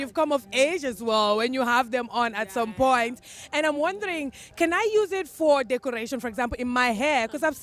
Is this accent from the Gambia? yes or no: yes; Gambia; I am actually from the Gambia, and cowries are very important to us. You know, it's the River Gambia, and you know, when you are by the river, these are things that you see.